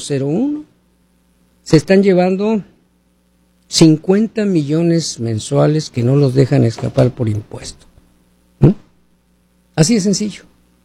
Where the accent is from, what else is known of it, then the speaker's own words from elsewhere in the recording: Mexico; now in United States; Porque nosotros los mexicanos somos norteamericanos también.